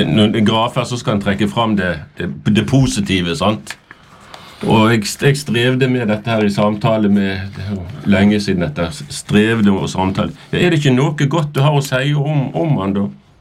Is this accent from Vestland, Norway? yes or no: yes; Bergen, Vestland, Norway; born there; Jeg er født i Bergen.